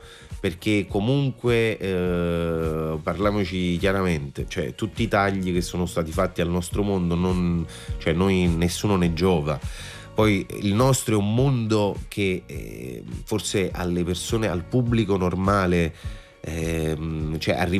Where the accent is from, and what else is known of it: Naples, Campania, Italy